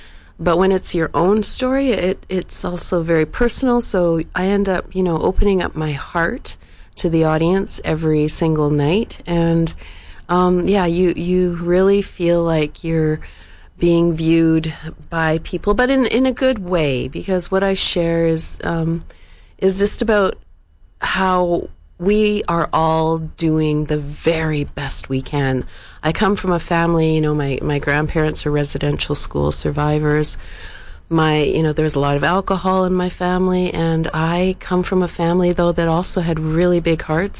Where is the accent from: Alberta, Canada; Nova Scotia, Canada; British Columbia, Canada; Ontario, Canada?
Alberta, Canada; Calgary; my growing up in Calgary, being in the city, being my family is Cree. My mom comes from Maple Creek, Saskatchewan. She moved to Calgary in the 60s. So I kind of grew up a lone wolf